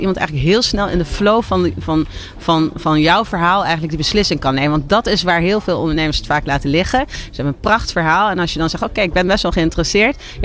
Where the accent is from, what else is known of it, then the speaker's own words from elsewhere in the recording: Curaçao; now in Netherlands; waar ik vandaan kom, Curaçao